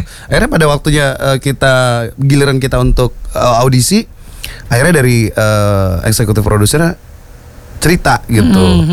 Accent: Balikpapan, East Kalimantan, Indonesia; Sedangkan aku sendiri nih dari Balikpapan.

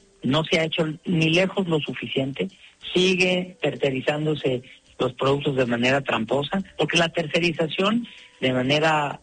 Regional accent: Mexico

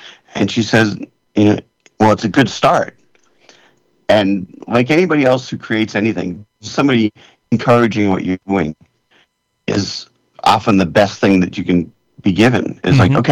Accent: United States; I'm this American guy. And I went there with a very, to say, open heart is probably the best way I can explain it. Because I didn't go there to be like, I'm an American, I'm going to tell you how everything is.

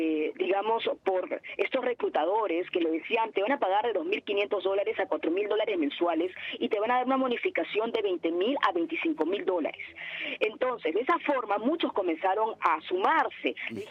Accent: Peru; Lo que le importa al Perú, y ese es mi punto de vista, es qué nos interesa a nosotros como peruanos.

